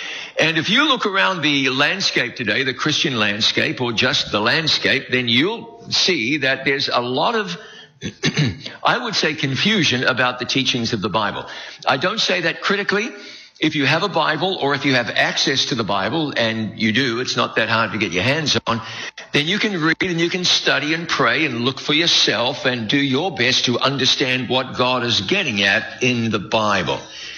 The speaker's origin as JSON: {"language": "English", "country": "New Zealand", "said": "I'm the probably the only person here tonight with a real southern accent. My accent comes from New Zealand."}